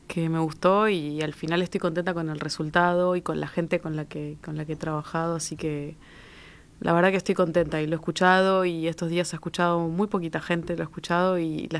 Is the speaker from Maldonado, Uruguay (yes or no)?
yes; Maldonado, Uruguay; yo soy de Maldonado y fui con el liceo cuando era chica